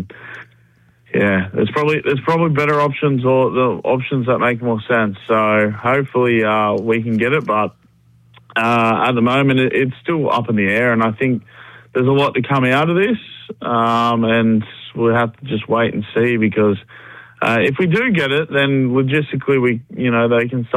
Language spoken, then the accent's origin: English; Penrith, New South Wales, Australia; And, you know, obviously I'm from Penrith, but there was no doubt in my mind who I was going for.